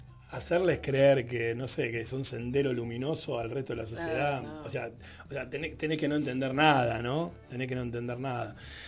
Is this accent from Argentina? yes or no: yes; Argentina